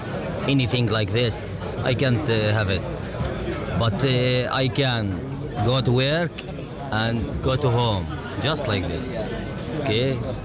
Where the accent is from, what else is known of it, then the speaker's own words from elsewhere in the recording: Qalqilya, West Bank, Palestine; English is a second language; I'm from Kalkilia.